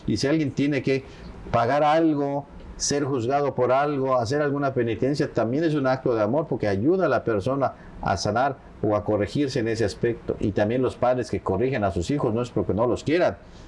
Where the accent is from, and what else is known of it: Mexico